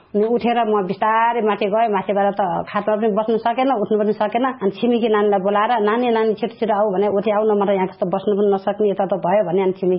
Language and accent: Nepali; Kathmandu, Bagmati, Nepal; moved away; मेरो घर चाहिँ कोटेश्वर हो। अहिले चाहिँ कोटेश्वरबाट म सानो गाउँ सरेको छु, त्यो नयाँ घरमा, अनि त्यहाँ सानो गाउँमा बस्छु।